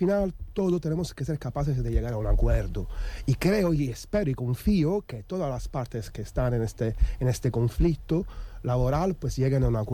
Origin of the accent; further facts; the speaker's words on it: Italy; Soy italiano.